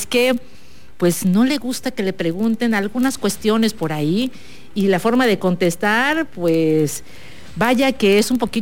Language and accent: Spanish; Magdalena, Sonora, Mexico; born there; Yo nací en Magdalena, Sonora.